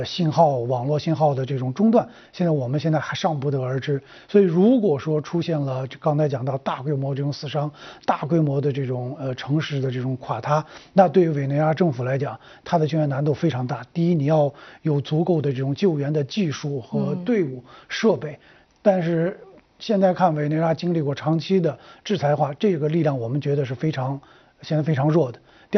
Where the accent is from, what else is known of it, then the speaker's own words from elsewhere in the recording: China; 作为中国人来讲